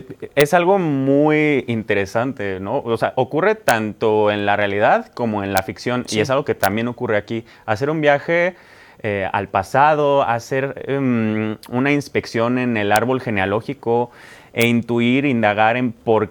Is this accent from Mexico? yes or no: yes; Aguascalientes, Mexico; Somos hidrocálidos, talento hidrocálido que viene a darle una probadita a la Ciudad de México de lo que se hace allá.